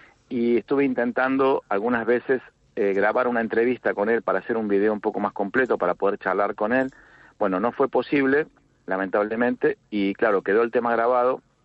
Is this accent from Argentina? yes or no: yes; Argentina; now in Spain